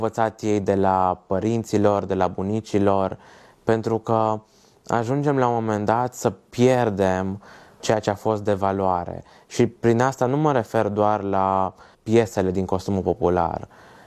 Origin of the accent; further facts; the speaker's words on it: Banat, Romania; Satul din care provin eu este un fost sat nemțesc în care nu au fost bănățeni Bănățeni nativi.